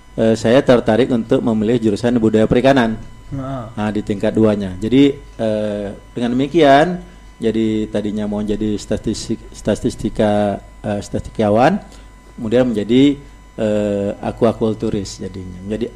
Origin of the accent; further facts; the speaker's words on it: Tanjung Pinang, Riau Islands, Indonesia; also born or lived in Tambelan; Ya, ayah dan mak saya orang Tambelan, saya lahirnya di Tambelan, tapi dibesarkan di Tanjung Pinang. Jadi SD, SMP, SMA.